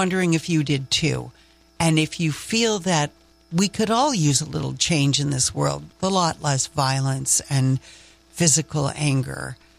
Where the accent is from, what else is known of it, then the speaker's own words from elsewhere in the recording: the Maritimes, Canada; the Maritimes, my hometown.